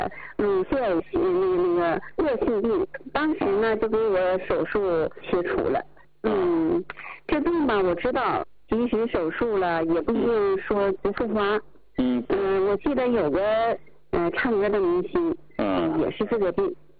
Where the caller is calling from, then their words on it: Shenyang, Liaoning, China; 我家是沈阳的。